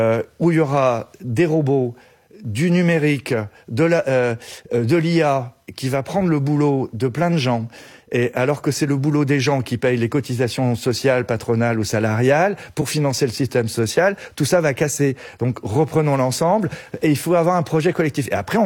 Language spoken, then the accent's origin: French; Brittany, France; je suis breton.